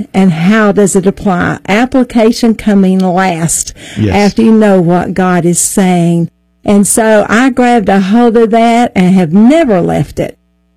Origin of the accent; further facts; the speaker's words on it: Tri-Cities, Tennessee, United States; Well, I'm from Tennessee, Tri-Cities, Tennessee, as a matter of fact, and I was raised in a Christian home